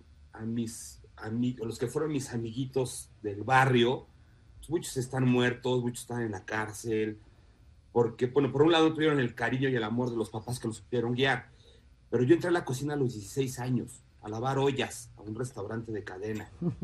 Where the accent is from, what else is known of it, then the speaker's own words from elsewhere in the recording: Mexico City, Mexico; yo soy de la Ramos Millán, allá por la alcaldía de Iztacalco. Un barrio, ¿no?